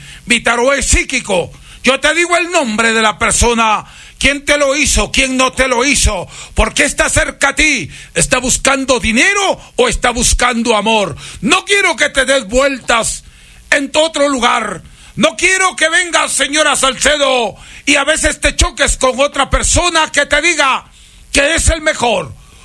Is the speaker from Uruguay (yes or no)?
no; Huancabamba, Piura, Peru; El membrillo, señor, que traigo de mi tierra natal, las guaringas de Huancabamba, Perú.